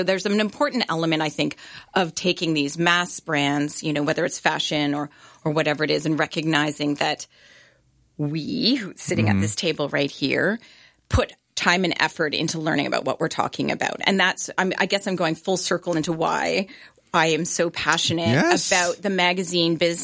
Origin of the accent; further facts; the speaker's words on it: Cobourg, Ontario, Canada; moved away as an adult; I was born and raised here, actually small town girl, not far from here. I grew up in Cobourg.